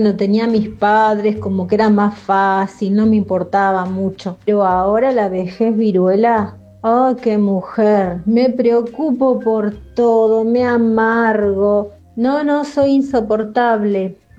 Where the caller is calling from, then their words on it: Zárate, Buenos Aires Province, Argentina; vivo en Zárate